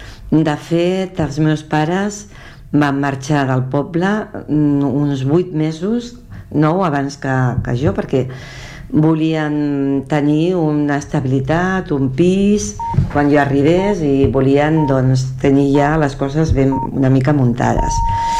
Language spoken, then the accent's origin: Catalan; Aldeanueva del Camino, Extremadura, Spain; born there; moved away; el meu poble es diu Aldea Nueva del Camino i està a la vall de l'Ambrot, que la gent coneix perquè és la vall paral·lela a la vall del Jerte, molt conegut, una vall molt coneguda